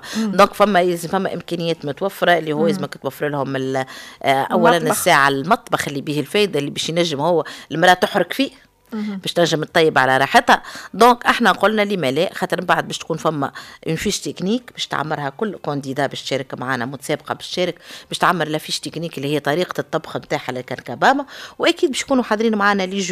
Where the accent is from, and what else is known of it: Tunisia